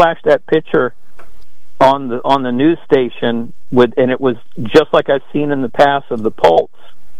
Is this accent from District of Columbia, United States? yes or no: yes; Washington, District of Columbia, United States; now in Tampa, United States; I grew up in Washington, D.C., so you really couldn't see shooting stars and stuff.